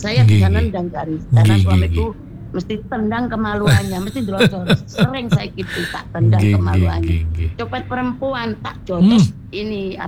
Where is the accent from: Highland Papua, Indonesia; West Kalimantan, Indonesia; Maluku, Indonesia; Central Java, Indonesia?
Central Java, Indonesia; born there; now in Surabaya, Indonesia; Biarpun saya kelahiran Jawa Tengah.